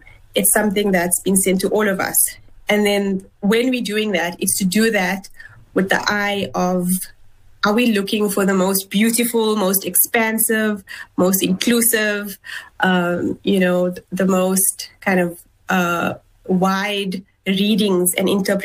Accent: South Africa; as a South African, as a Muslim.

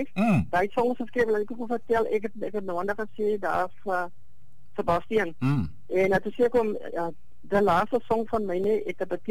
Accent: Hartenbos, Western Cape, South Africa; born there; also born or lived in Mossel Bay; Ja, ek het in Hartenbos groot geword as een kind. Ons het in die sandpad gebleef

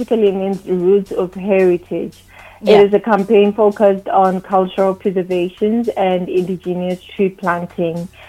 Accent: Limpopo, South Africa; I am a proud vendor woman from Limpopo

